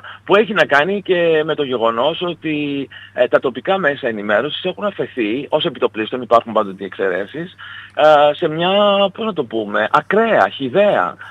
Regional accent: Thessaloniki, Central Macedonia, Greece; γιατί εγώ ως Θεσσαλονικιός ξέρω, το παίρνω και προσωπικά κάπου και προσβάλλομαι

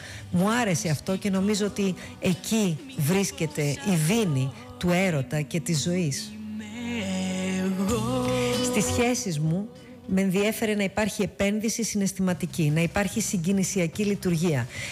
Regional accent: Olympia, Western Greece, Greece; also born or lived in Piraeus; Γεννήθηκα στον Πειραιά, αλλά μεγάλωσα στην Ολυμπία, από όπου καταγόταν η μητέρα μου.

